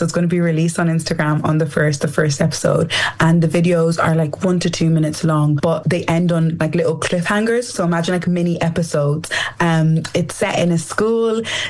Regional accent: Nigeria; People are also like, oh, you hate being Nigerian. I literally love being Nigerian, because again, that's another part of who I am.

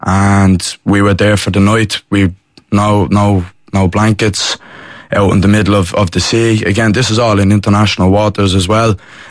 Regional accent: Ireland; For the Palestinians, but also for us as Irish people as well

